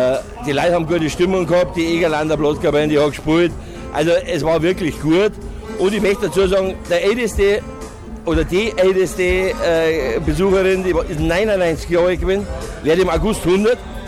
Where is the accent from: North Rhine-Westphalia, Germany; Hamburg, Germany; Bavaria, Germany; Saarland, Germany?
Bavaria, Germany; Ich bin also aufgewachsen, ich bin in Niederbayern im Verkehr geboren. Und das kriege ich nicht raus.